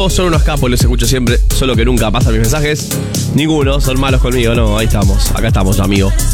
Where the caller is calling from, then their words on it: Ferré, Buenos Aires, Argentina; Somos de en el kiosco Noel, somos de Ferré, Buenos Aires. Te escuchamos todas las noches.